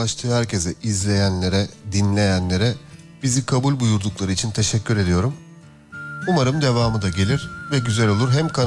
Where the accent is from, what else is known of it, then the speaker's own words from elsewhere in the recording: Pınarhisar, Kırklareli, Turkey; moved away as an adult; Pınarhisar ilçesinde doğdum ben. Yani okul 18 yaşıma kadar da oradaydım. Ben de doğduğum yeri, büyüdüğüm yeri, doyduğum yeri çok seviyorum. Orada bağlantım hala devam ediyor zaten.